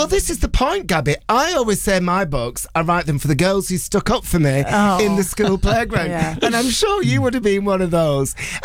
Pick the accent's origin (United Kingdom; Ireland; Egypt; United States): United Kingdom; Bolton, North West England; Bolton in the Central Library, my hometown